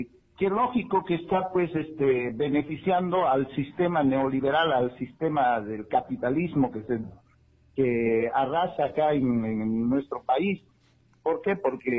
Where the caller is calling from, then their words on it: Quillabamba, Cusco, Peru; desde Quillabamba.